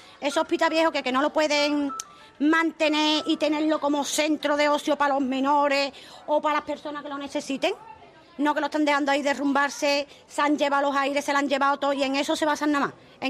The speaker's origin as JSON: {"language": "Spanish", "town": "Écija", "region": "Andalusia", "country": "Spain", "tie": "born or raised there", "said": "yo he nacido aquí, me voy a quedar aquí"}